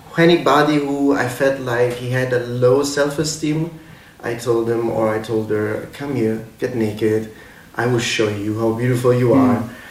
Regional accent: Naples, Campania, Italy; English is a second language; it's a very common word in Neapel. I come from Naples, Neapel. And we often use the word bordello to indicate confusion.

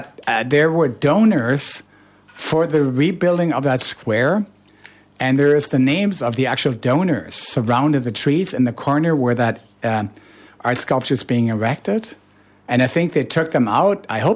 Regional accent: Toronto, Ontario, Canada; now in Germany; No, I'm from Toronto, but I know Frankfurt well.

